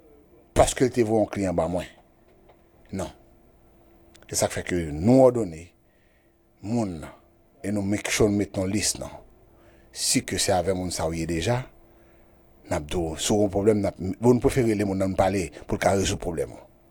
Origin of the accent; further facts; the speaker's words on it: Haiti; Moi, je suis haïtien, supporter la côte, mais si je n'ai pas haïtien, je n'ai toujours rien. Moi-même, je suis haïtien, 100%.